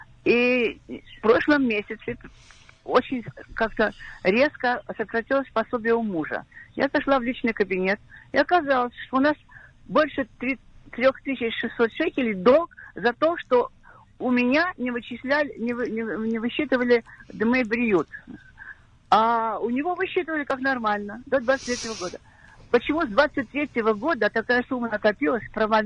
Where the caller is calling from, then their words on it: Katzrin, Israel; я из Катрина.